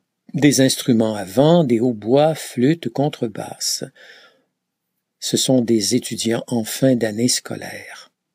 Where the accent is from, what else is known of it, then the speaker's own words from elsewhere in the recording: Canada; je leur dis que je viens du Canada.